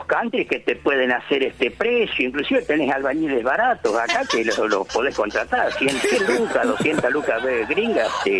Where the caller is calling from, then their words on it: Francisco Álvarez, Buenos Aires Province, Argentina; soy de Francisco Álvarez.